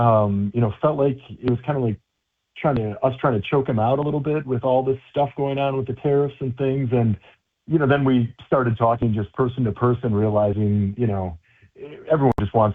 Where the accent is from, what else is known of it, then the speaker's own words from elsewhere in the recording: Waukesha, Wisconsin, United States; I grew up in Waukesha, Wisconsin.